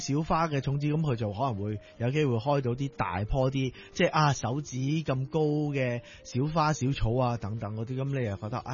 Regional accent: Guangdong, China; accent: Cantonese; 我哋广东话叫做沤咗出嚟咧

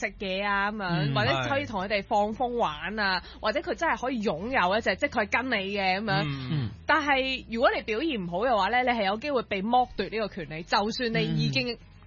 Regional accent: China; 好，我哋中國人呢阿蔡，

